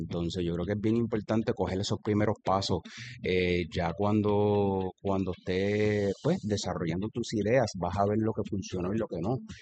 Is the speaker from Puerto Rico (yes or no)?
yes; Ponce, Puerto Rico; born there; moved away; Yo soy de Ponce.